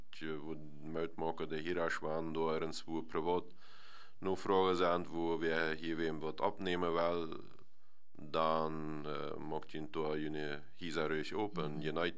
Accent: Netherlands; German is a second language; weil wir als Niederländer da ein Fast mit anderen Typ 4

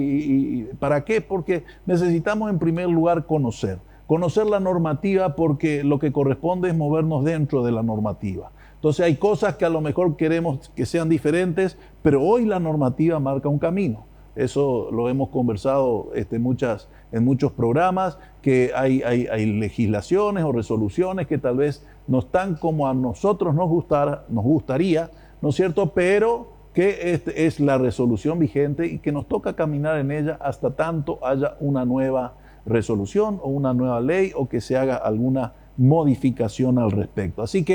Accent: Paraguay

